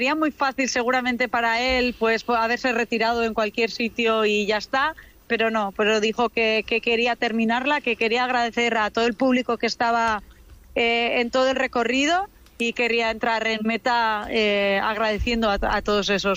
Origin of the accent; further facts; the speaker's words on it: Basque Country, Spain; para nosotros como vascos